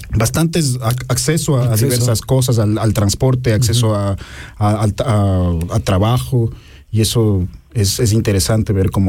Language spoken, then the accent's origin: Spanish; Ecuador; moved away as an adult; en el Ecuador, de donde yo vengo